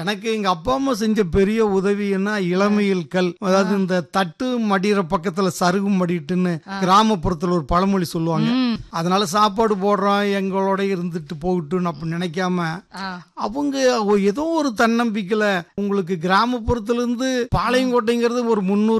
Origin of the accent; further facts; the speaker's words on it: Ramapuram, Tamil Nadu, India; என்னுடைய சொந்த ஊர் வந்து சத்தியமங்கலத்து பக்கத்துல ராமாபுரம் அப்படிங்கிற ஒரு கிராமம். அப்புறம் அங்கதான் வந்து நான் ஒரு 7 வயது வரைக்கும் நல்ல பார்வை தெரிஞ்சு அங்கதான் படிச்சுட்டு.